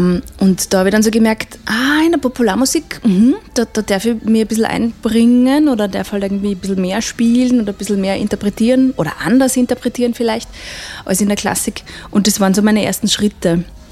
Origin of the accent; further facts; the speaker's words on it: Neusiedl am See, Burgenland, Austria; Also ich bin eben in Neusiedl am See aufgewachsen und bin auch mit Volksmusik quer durch aufgewachsen.